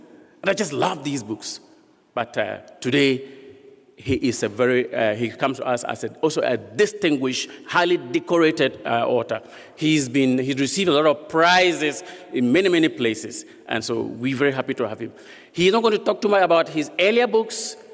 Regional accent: Ghana; Even though she's from Burkina Faso and I'm from Ghana, We speak the same language.

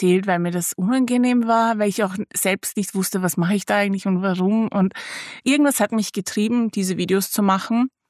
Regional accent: Bosnia & Herzegovina; meine Eltern immer versucht haben, mir meine Heimat so durch Geschichte näher zu bringen. Nicht nur durch Kriege, sondern eben auch Geschichte, die noch viel älter ist, bosnisches Mittelalter, Könige und Königinnen

